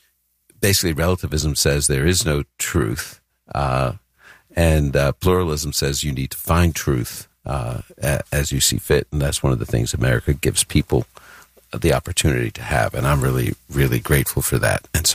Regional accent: New York, United States; now in Chicago, United States; I applied, came to Chicago, never had been to Chicago. I came from New York. I came to the small town of Chicago.

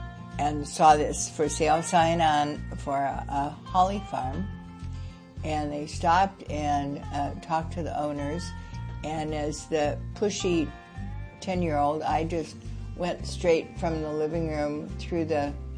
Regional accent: Bremerton, Washington, United States; born there; I was born in Bremerton, Washington, in the Puget Sound Naval Shipyard Hospital.

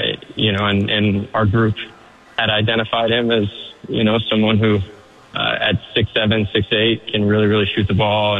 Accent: Phoenix, Arizona, United States; now in Dallas, United States; I'm from Phoenix.

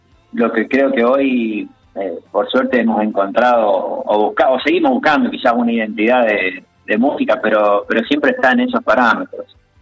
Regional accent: San Martín, Mendoza, Argentina; Soy de San Martín. En realidad, tres de nosotros de la banda somos acá del este.

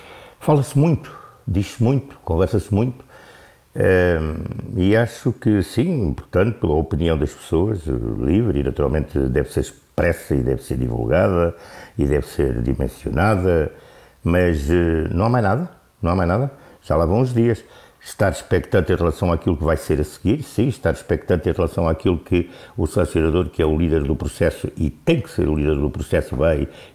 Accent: Portugal; enquanto português

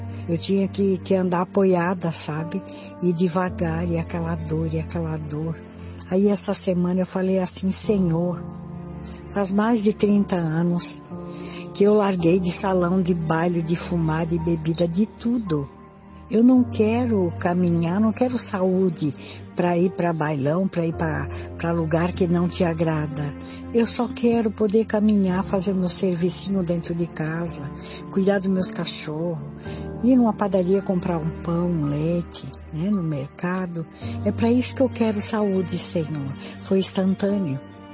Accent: Joinville, Santa Catarina, Brazil; tenho 70 anos, sou de Joinville.

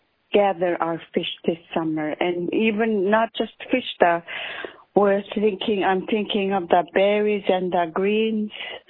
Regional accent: Kuihilnuk, Alaska, United States; now in Bethel, United States; I am from Kuihilnuk. I am sadly dislocated and now living in Bethel because we don't have our home.

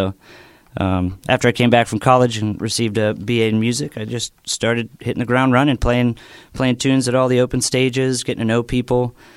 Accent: Pittsburgh, Pennsylvania, United States; Born and raised in Pittsburgh.

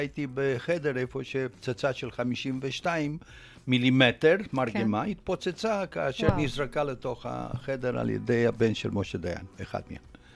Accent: Hadassim, Central District, Israel; Hebrew is a second language; also born or lived in Romania; גדלתי בהדסים ליד נתניה, זה היה בית ספר חקלאי עם פנימיה של עליית הנוער, ושמה למדתי בפעם הראשונה בחיים שלי עברית

